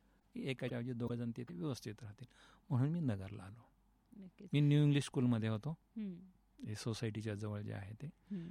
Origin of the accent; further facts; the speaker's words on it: Beed, Maharashtra, India; born there; moved away; also born or lived in Ahmednagar (Ahilyanagar), Maharashtra; मराठवाडा तसा शांत, थोडा मागास जरी असला तरी माझं लहानपण तिथे गेल्यामुळे मला तो कधीच मागास वाटला नाही. पण ठीक होतं, डोंगर दऱ्या आहेत, पावसाळा चांगला निसर्ग असायचा, माणसं साधी भोळी, बरं वाटायचं, चांगलं गेलं लहानपण माझं तसं.